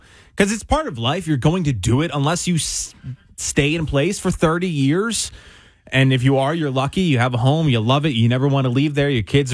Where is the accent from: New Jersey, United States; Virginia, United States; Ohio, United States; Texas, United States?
New Jersey, United States; Chesterfield; born there; moved away as an adult; we moved from Chesterfield to where they live now.